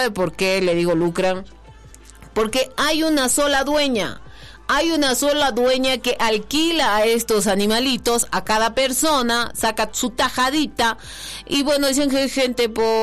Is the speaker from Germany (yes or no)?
no; Potosí, Bolivia; ya es normalazo para nosotros que somos potosinos